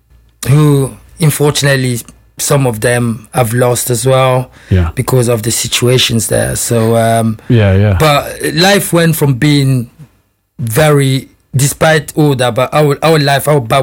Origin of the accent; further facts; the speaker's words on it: Brazzaville, Republic of the Congo; also born or lived in France; I was born in 81 in France. Lived a bit of my life there. Then my parents then moved to Africa, to the Republic of Congo, Brazzaville